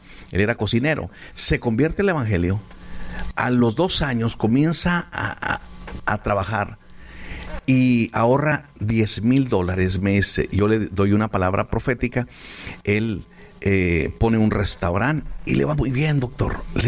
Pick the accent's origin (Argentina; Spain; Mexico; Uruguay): Mexico; San Luis Potosí; Es que Dios nos habló a mi esposa y a mí que tenemos que abrir una iglesia en mi pueblito o campus San Luis Potosí. San Nicolás es la cabecera, el pueblo, pero es en San Luis Potosí